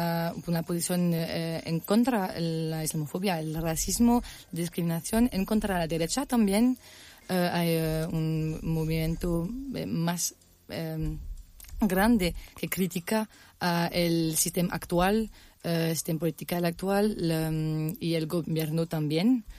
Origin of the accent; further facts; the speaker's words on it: France; Spanish is a second language; now in Argentina; ¿Diferente de Francia?